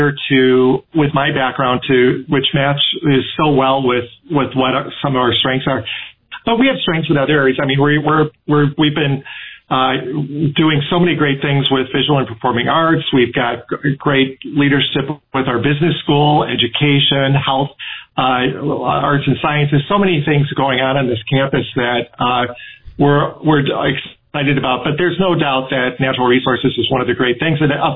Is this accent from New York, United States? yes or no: no; Wisconsin, United States; I have, but I'm from Wisconsin, and so it's easy for me to fall into it. You know, my vowels are getting bigger.